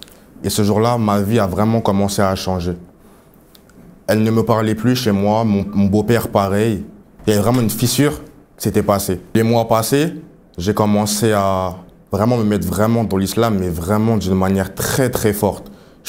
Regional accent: Paris, Île-de-France, France; J'ai grandi à Paris avec ma mère et pas mon père, je le connaissais pas du coup, mais ma petite sœur.

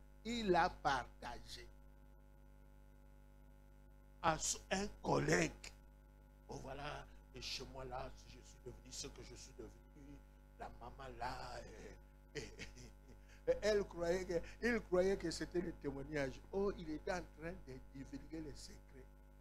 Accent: Kinshasa, DR Congo; chez nous, à Kinshasa, moi je suis de Kinshasa

